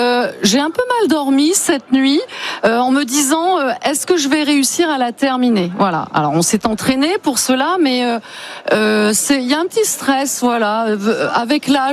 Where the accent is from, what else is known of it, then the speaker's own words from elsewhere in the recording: Hauts-de-France, France; Moi, je suis de l'Oise. Voilà, je suis professeur des écoles dans l'Oise.